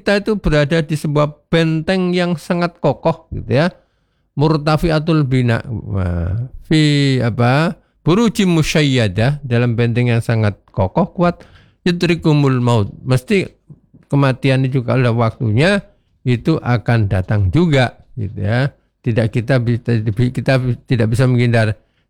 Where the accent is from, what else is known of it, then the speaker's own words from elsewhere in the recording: Timor-Leste; also born or lived in Java; Contoh misalkan saya ini kan lahir di Jawa, Mbak Listia ya. Kemudian remaja di timur-timur. Nah, sekarang tua di sini ya.